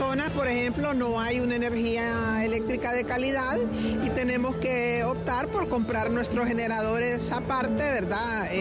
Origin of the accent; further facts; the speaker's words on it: Honduras; yo lo puedo decir como hondureña